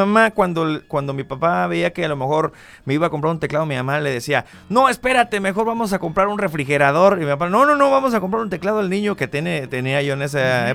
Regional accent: Veracruz, Mexico; Nosotros somos de Veracruz.

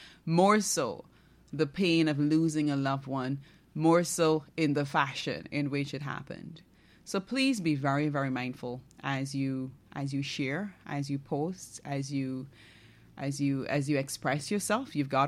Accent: Barima-Waini, Guyana; pray for Region 1, period. I am from Region 1. I have never traveled with a ferry.

